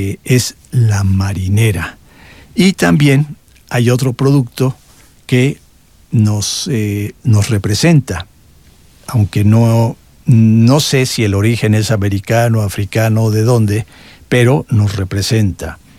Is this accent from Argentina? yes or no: no; Mexico; nosotros aquí en México tenemos nuestros bailes regionales